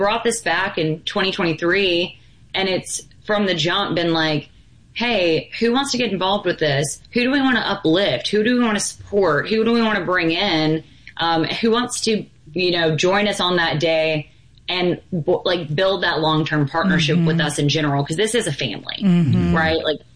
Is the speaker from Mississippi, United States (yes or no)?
yes; Jackson, Mississippi, United States; Like, I'm from Jackson.